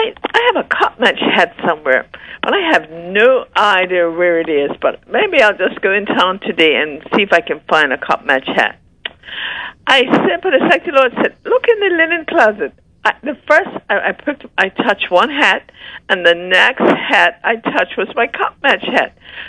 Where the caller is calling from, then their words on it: St. George's, Bermuda; I am St. George's all the way since a little girl, because my uncle lived in St. George's. That's the only reason that I know I'm from St. George's.